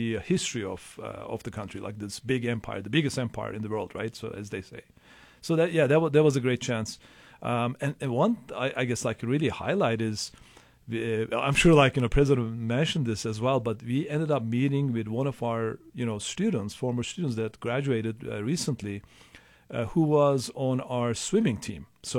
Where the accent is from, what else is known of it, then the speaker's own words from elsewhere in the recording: Turkey; the background is that you know, growing up in Turkey, during a time when Turkey started opening up to the rest of the world, right?